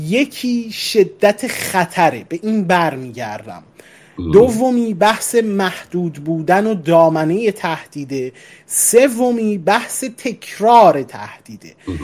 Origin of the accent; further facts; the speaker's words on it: Iran; من به عنوان یه ایرانی